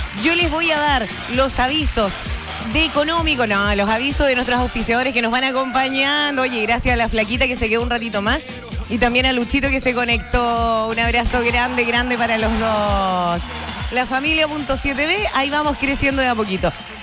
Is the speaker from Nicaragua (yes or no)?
no; Osorno, Los Lagos, Chile; Soy latino de sangre. Soy osornino.